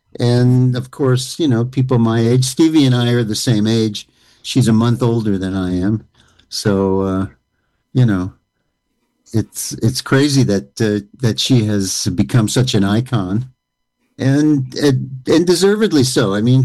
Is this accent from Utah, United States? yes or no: no; Queens, New York, United States; now in Nashville, United States; Forest Hills, New York is where I'm from originally. And then I went to school in D.C.